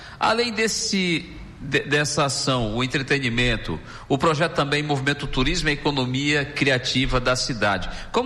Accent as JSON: {"language": "Portuguese", "town": "Rio Branco", "region": "Acre", "country": "Brazil", "tie": "born there", "said": "Nós somos nascidos aqui em Rio Branco"}